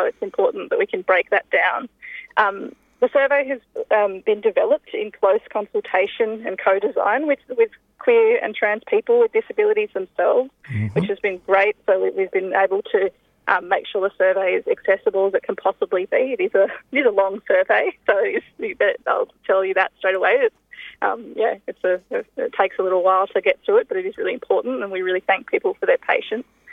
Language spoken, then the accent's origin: English; Tasmania, Australia; So I grew up in La Truita, Tasmania, in the south, in Hobart, in a country area out of the south of Hobart.